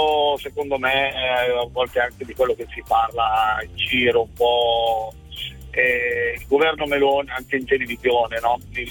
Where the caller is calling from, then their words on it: Monza, Lombardy, Italy; 35 anni, sono di Monza